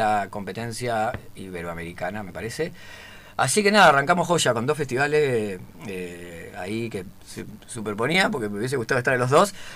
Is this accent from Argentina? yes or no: yes; Buenos Aires Province, Argentina; Yo me vine de la provincia de Buenos Aires, así que a ustedes no les cuesta nada.